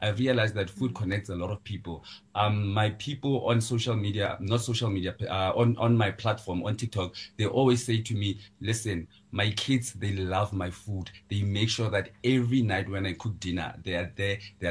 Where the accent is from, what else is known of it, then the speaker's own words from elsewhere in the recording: Pretoria, Gauteng, South Africa; born there; I was born in Pretoria. I'm very comfortable with the language. Yes, Pitori. We call it Spitori. It's a subcultural language that we have in Pretoria.